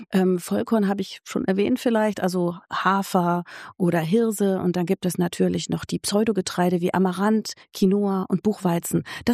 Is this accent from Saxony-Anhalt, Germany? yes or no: no; Berlin, Germany; ich komme aus Berlin